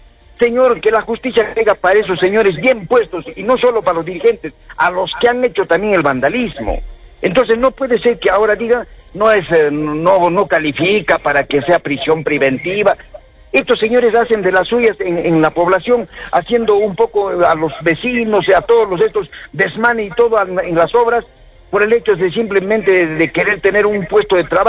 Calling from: Peru; como ciudadano y como integrante de la población Yaraví peruana, como peruano que soy

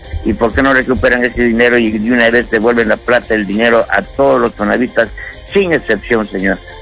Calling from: Cerro Colorado, Arequipa, Peru; yo vivo en Cerro Colorado. Acá en Cerro Colorado hay muchas obras que hacer.

